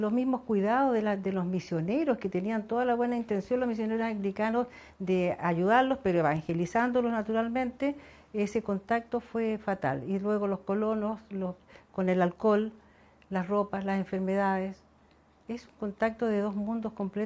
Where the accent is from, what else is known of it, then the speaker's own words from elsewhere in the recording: Punta Arenas, Magallanes and Chilean Antarctica, Chile; nacida en la bahía de Punta Arenas, mujer